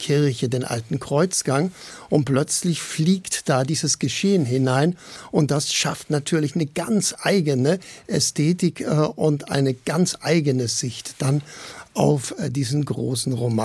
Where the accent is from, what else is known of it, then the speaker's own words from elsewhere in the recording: South Germany, Germany; Ich bin in Süddeutschland groß geworden.